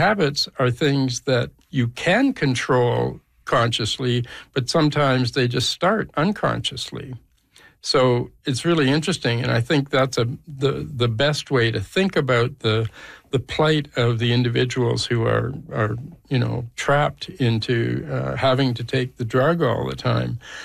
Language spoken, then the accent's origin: English; Alberta, Canada; I'm from Alberta, right?